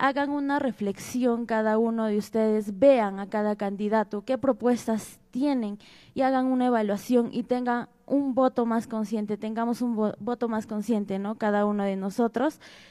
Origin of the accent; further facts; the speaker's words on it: Tambobamba, Apurímac, Peru; tengo 25 años, soy del distrito de Tambobamba.